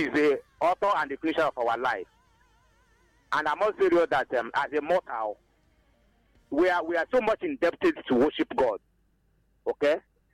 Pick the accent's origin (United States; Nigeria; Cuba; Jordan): Nigeria; Ebonyi; I'm reaching you from my hometown here in Nkomoro, in the Ezekon Autonomous Community, in Inyaba, the main center of Ebonyi State.